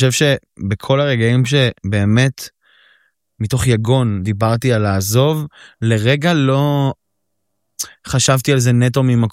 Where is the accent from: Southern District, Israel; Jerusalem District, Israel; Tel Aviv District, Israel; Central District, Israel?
Tel Aviv District, Israel; Holon; אני גדלתי בבית גרוזיני בחולון.